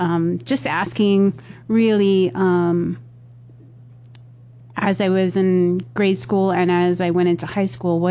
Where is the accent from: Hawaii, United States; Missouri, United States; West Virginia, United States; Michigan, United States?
Hawaii, United States; born there; also born or lived in Racine, Wisconsin; I was born in Racine, Wisconsin. But in about third grade, my parents got divorced. And so my mom took my brother and I to live in Hawaii with my grandparents. So I grew up in a Catholic family